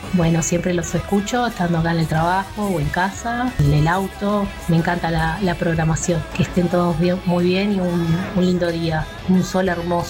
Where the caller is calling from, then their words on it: Florida, Uruguay; de Florida, trabajando, escuchando la radio y festejando sus 48 pirulos hoy.